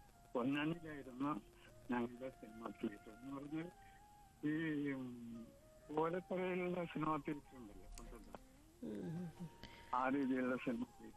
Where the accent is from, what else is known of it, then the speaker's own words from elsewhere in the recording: Kerala, India; ഞാൻ വളർന്നത് south railway സ്റ്റേഷന്റെ അടുത്തുള്ള ഒരു വീട്ടിലായിരുന്നു.